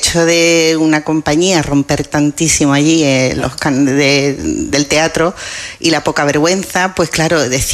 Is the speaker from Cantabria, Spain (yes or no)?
no; Andalusia, Spain; nos premiaron casi todos los premios más importantes de Cataluña, los tenemos nosotros y somos andaluces.